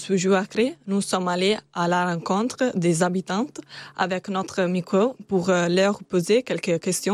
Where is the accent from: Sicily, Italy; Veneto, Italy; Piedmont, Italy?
Veneto, Italy; Ponte San Nicolò; French is a second language; nous sommes trois amis italiens.